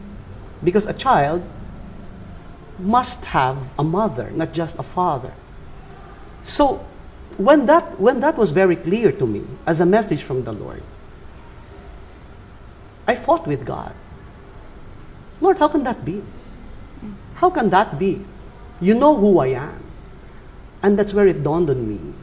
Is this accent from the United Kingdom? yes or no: no; Angono, Calabarzon, Philippines; I come from Angono, Rizal, which is miles and miles away from Makati, where we are right now.